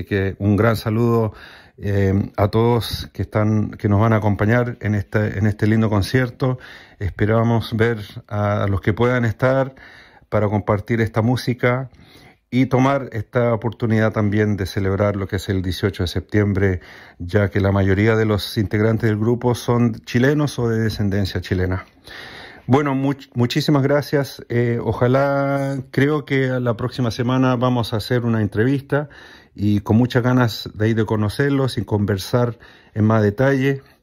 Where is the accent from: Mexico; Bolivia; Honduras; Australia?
Australia; now in Sydney, Australia; siendo australianos y viviendo acá, nos empezamos a identificar más como latinoamericanos